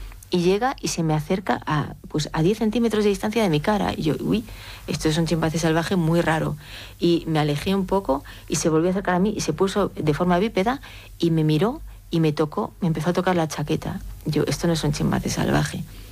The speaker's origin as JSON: {"language": "Spanish", "region": "Galicia", "country": "Spain", "said": "yo soy gallega, ¿no? Los gallegos estamos en Galicia. Bueno, yo no estoy en Galicia ahora, pero tenemos un, no tengo mucho acento, pero yo antes tenía acento."}